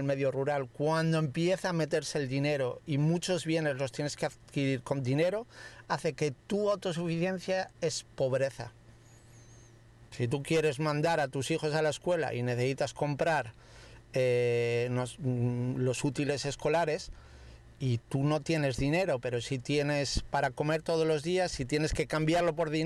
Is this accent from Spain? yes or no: yes; Castile, Spain; moved away; yo siendo castellano